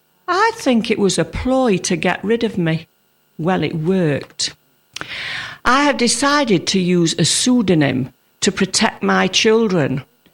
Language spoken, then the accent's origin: English; Manchester, North West England, United Kingdom; born there; I was born in Manchester, famous for the football team Manchester United.